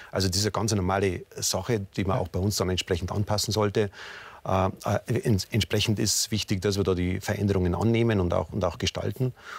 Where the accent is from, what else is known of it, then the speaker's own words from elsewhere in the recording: Bavaria, Germany; die schlimmen Hochwasser, die wir erlebt haben an der Donau entlang, auch in meiner Heimat in Niederbayern.